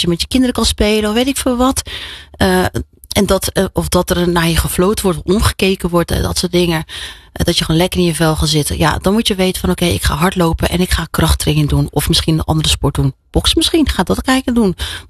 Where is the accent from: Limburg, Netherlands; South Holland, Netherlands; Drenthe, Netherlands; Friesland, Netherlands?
South Holland, Netherlands; Rotterdam; ik ben gewoon een Rotterdammer.